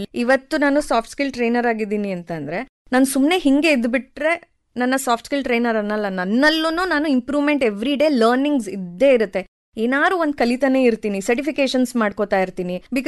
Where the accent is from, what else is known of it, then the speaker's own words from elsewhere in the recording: Hassan, Karnataka, India; moved away; ನಾನು ಒಂದು ಸಣ್ಣ ಊರಿಂದ ಬಂದಿದ್ದು, ಹಾಸನ್ ಅವಳು.